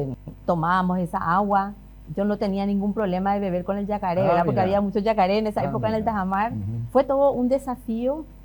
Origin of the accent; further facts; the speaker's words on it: Coronel Oviedo, Caaguazú, Paraguay; born there; moved away as an adult; now in Chaco, Paraguay; Nací en Coronel Oviedo.